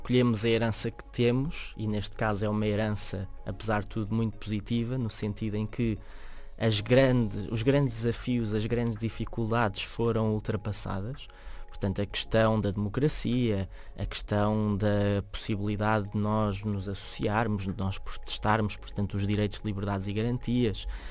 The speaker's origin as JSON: {"language": "Portuguese", "region": "Centro", "country": "Portugal", "moved": "yes", "lives_now": "Lisbon, Portugal", "said": "na Beira Alta, que eu sou beirão, sei bem do que falo"}